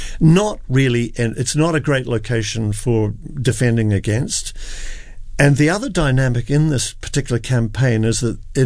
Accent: New Zealand; This is, Paddy, a kind of, as a New Zealander, is yet another story of the New Zealand wars I knew nothing about. I didn't learn about it in school.

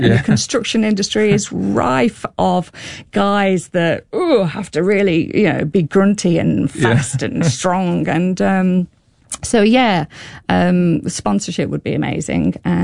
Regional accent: England, United Kingdom; now in New Zealand; I'm English

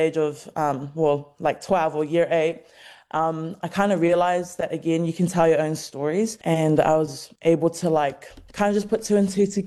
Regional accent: Taiwan; While growing up in Taiwan overseas, my connection back home was just like watching films.

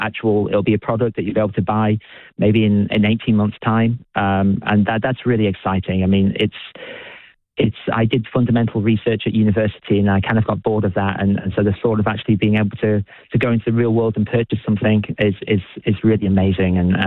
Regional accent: United Kingdom; now in New Zealand; Obviously, you may be able to tell from my accent, I'm not originally from New Zealand, I'm originally from the UK.

